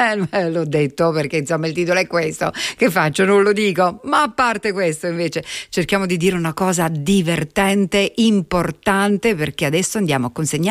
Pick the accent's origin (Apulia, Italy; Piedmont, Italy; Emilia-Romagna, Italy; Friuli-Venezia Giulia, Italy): Apulia, Italy; Da Leccese a Leccese.